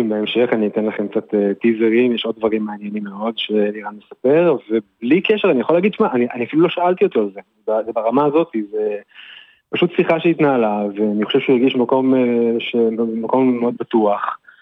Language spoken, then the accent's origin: Hebrew; Tel Aviv, Tel Aviv District, Israel; שנינו גדלנו באותו אזור, יד אליהו, דור מזרח תל אביב